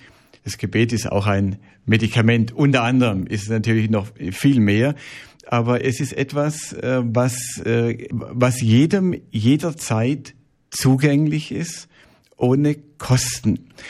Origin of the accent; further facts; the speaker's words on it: Swabia, Germany; Ich bin ja Schwabe